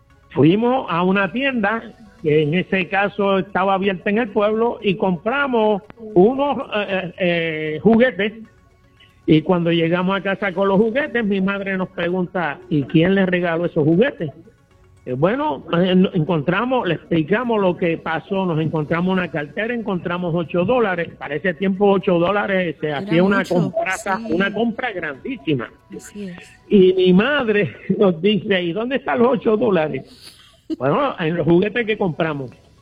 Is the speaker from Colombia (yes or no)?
no; Gurabo, Puerto Rico; Nosotros somos natural de Gurabo